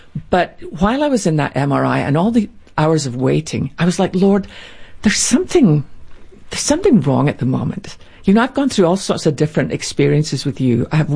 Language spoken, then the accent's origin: English; Scotland, United Kingdom; because I'm Scottish and we use everything.